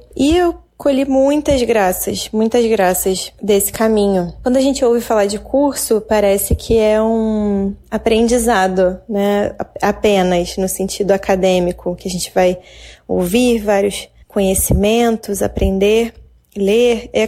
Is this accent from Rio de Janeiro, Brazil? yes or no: yes; Petrópolis, Rio de Janeiro, Brazil; eu tenho 33 anos, eu sou natural de Petrópolis